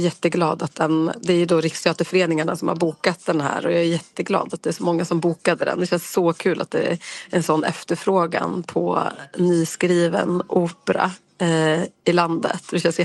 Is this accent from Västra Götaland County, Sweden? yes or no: no; Umeå, Västerbotten County, Sweden; jag har själv inte bott i Sorsele, jag är från Umeå